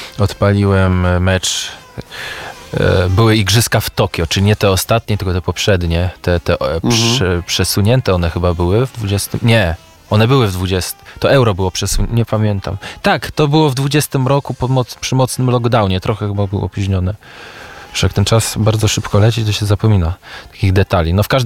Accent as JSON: {"language": "Polish", "town": "Olsztyn", "region": "Warmian-Masurian Voivodeship", "country": "Poland", "said": "jestem z Olsztyna"}